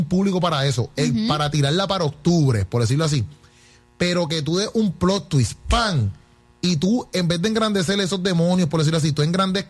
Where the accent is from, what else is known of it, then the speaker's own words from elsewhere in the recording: Puerto Rico; nosotros como puertorriqueños